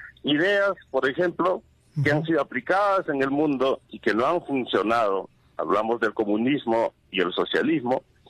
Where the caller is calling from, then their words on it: Zuleta, Peru; de Zuleta.